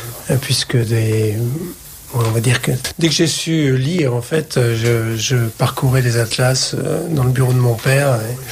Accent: Nouvelle-Aquitaine, France; also born or lived in Brive-la-Gaillarde; now in Rochefort, France; Je suis né à Brive-la-Gaillarde et j'ai grandi en Périgord.

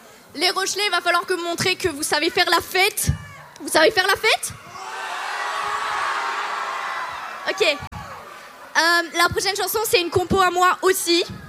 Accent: Niort, Nouvelle-Aquitaine, France; je suis pas d'ici, je suis de Niort

